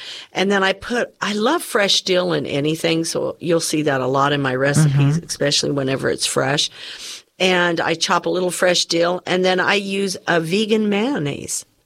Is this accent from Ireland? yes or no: yes; Ireland; I didn't like it as much because I like potatoes. I'm Irish, you know. I love my potato.